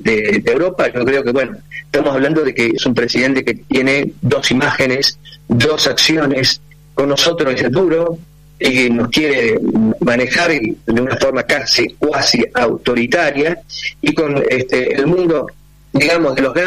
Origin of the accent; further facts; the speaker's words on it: Argentina; Yo soy nacionalista, soy un argentino, un vecino, claro.